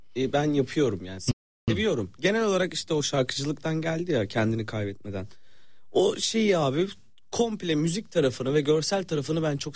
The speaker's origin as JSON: {"language": "Turkish", "town": "Salihli", "region": "Manisa", "country": "Turkey", "tie": "born or raised there", "moved": "yes", "said": "benim memleketim"}